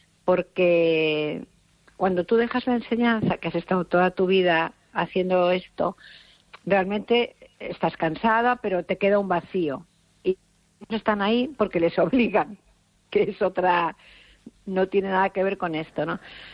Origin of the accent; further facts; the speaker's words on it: Pontevedra, Galicia, Spain; Galician is a second language; also born or lived in Bilbao; cando puiden vir para Galicia, que son de Pontevedra, o primeiro que fixen foi aprender o galego que non sabía